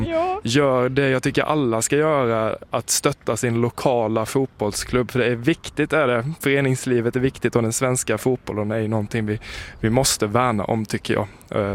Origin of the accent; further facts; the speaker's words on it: southern Sweden, Sweden; Det hör ju alla på min dialekt kanske, men jag är ju inte uppvuxen i Östergötland utan lite mer söderifrån.